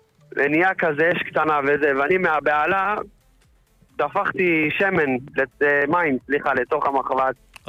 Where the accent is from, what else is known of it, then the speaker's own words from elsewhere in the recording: Beit Shemesh, Jerusalem District, Israel; אני מבית שמש